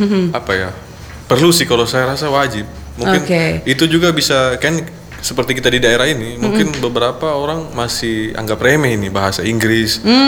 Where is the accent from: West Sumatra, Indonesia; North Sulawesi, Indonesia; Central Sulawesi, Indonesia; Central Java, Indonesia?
Central Sulawesi, Indonesia; Palu; kita sebagai orang Palu